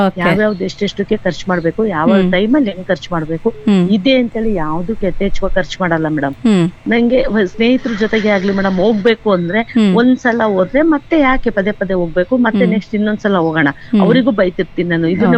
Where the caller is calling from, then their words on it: Neralagundi, Karnataka, India; ನಮ್ಮ ಊರ ಹೆಸರು ಹಂಗೆ ಇದೆ, ಊರಲ್ಲೂ ನೇರಳೆ ಮರ ಇದೆ. ಅದೇನಾ ಊರೇ ವಿಶೇಷವಾಗಿದೆ ಮೇಡಮ್, ತುಂಬಾ ಹಳ್ಳಿ ಗುಡ್ಡಗಾಡು ಮತ್ತೆ ಊರುಗಳೆಲ್ಲ ತುಂಬಾ ಸಣ್ಣ ಸಣ್ಣ ಹೊಂಡ ಏನೋ ಅಂತೀವಲ್ಲ ಜರಿ ತರ ಹಳ್ಳ ಕೊಳ್ಳಗಳು, ಅದೇನೋ ಊರು ಸುತ್ತ